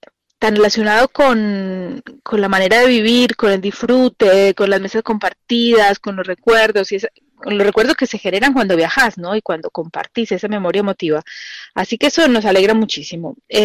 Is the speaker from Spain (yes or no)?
no; Mendoza, Argentina; esa identidad como mendocinos y como Argentina